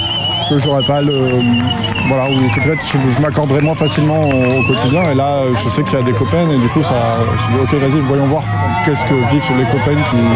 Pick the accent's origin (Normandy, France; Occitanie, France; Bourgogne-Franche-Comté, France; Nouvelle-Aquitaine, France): Nouvelle-Aquitaine, France; Chalais; Je viens de Chalais, en Dordogne du coup.